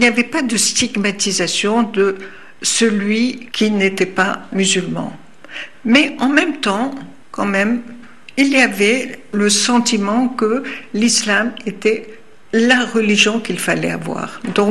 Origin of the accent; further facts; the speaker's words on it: Sfax, Sfax Governorate, Tunisia; born there; Je suis née à Sfax, donc une ville plutôt conservatrice. Souvent, on dit que c'est une des grandes villes les plus conservatrices. Je suis née en 1941, donc en pleine colonisation, en fait.